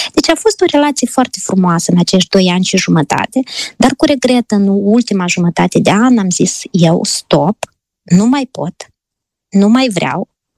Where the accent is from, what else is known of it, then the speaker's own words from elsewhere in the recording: Moldova; moved away as an adult; now in Nice, France; nu mai suntem mii și mii de moldoveni aici